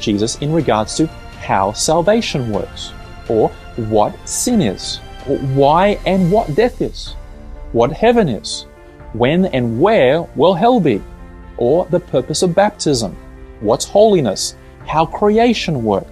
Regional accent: Bowral, New South Wales, Australia; from Bowral, and you're listening to Faith FM right across Australia.

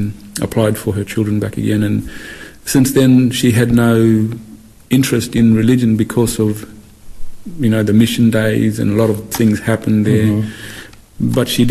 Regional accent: Western Australia, Australia; I grew up in Western Australia. My mum is Aboriginal, and my dad is German. But I was raised with my mum.

